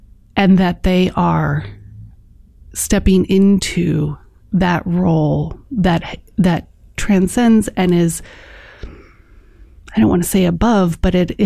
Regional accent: Chicago, Illinois, United States; I grew up in Chicago, and I went to a boarding school.

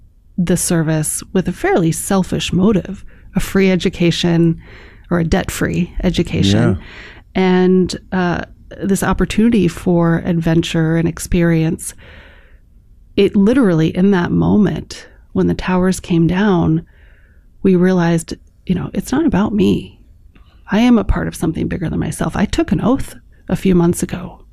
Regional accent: Chicago, Illinois, United States; I grew up in Chicago, and I went to a boarding school.

